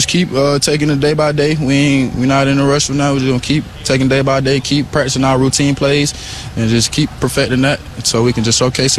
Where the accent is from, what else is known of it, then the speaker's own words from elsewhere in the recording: Atlanta, Georgia, United States; I grew up in Atlanta, Georgia.